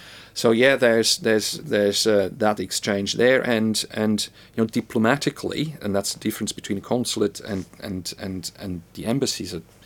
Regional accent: Switzerland; moved away as an adult; now in Adelaide, Australia; if you come from Switzerland, you know, people will always ask you where you're from, even after 20 years, and they hear my accent

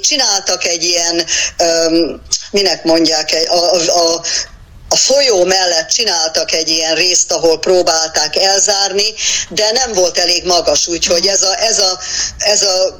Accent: Hungary; now in Australia; én magyar vagyok

